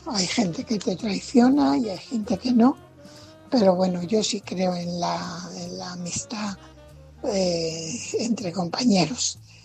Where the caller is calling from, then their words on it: Fuenlabrada, Community of Madrid, Spain; corresponsal de Fuenlabrada.